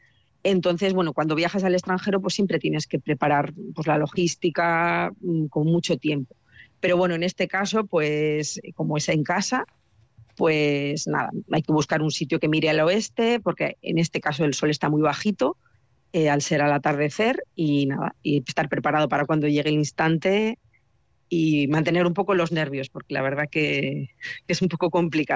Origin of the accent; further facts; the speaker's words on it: Calahorra, La Rioja, Spain; Yo soy de Calahorra, de La Rioja